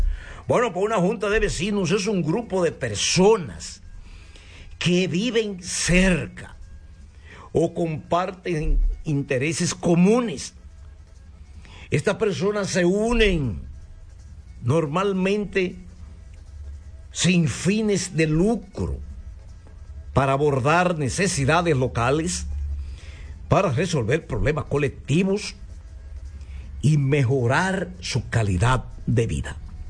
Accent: Dominican Republic

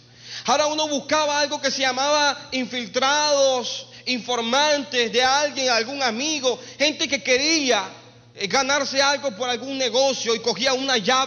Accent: Colombia

